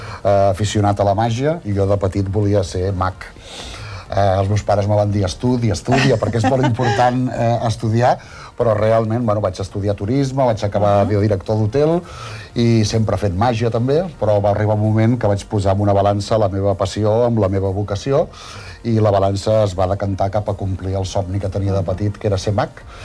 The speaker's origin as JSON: {"language": "Catalan", "town": "Bràfim", "region": "Catalonia", "country": "Spain", "said": "Sí, jo soc de Bràfim, és un poblet de 700 habitants, i la veritat és que, bueno, és un orgull doncs dir que soc un mag de la província de Tarragona"}